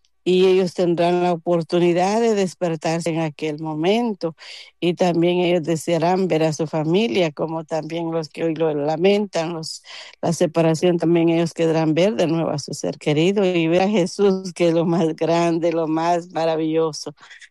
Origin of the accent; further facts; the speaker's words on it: Guatemala; moved away; el área donde nosotros venimos de Guatemala